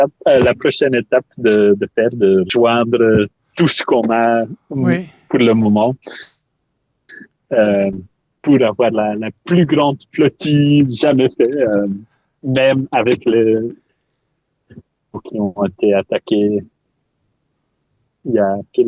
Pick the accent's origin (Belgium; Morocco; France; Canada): Belgium; Ghent, Flanders; born there; Il y a dans ma ville où j'habite et où je suis né, à Gand